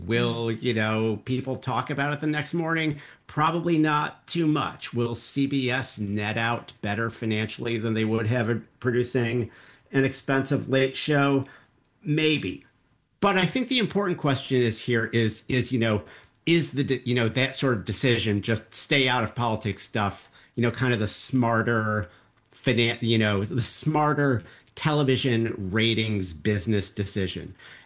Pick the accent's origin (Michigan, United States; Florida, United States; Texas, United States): Michigan, United States; Monroe; I'm from Monroe, Michigan.